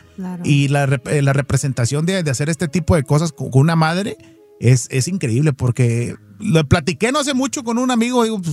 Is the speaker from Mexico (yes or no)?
yes; Estación Capomas, Nayarit, Mexico; Ahí donde soy yo, en Estación Capomas